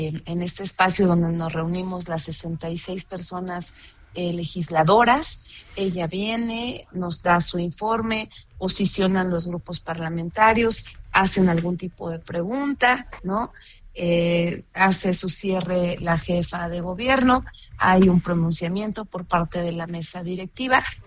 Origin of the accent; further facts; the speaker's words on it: Mexico City, Mexico; Yo soy de Tlalpan, del sur de la ciudad, de estas zonas que son conurbadas al centro